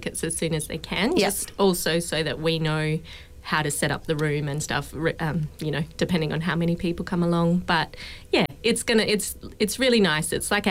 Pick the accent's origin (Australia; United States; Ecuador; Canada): Australia; Bridgetown, Western Australia; And then on Sunday we're playing in Bridgetown, back in my hometown